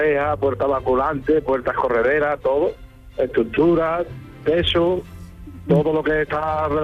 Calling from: Jerez de la Frontera, Andalusia, Spain; Yo vivo en Nueva Jerilla, es una pedanía de Jerez de la Frontera

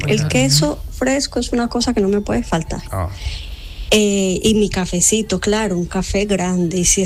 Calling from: Mijas, Andalusia, Spain; de Mijas.

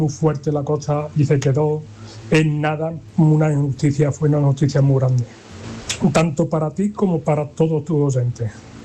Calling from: Brenes, Andalusia, Spain; de Brenes

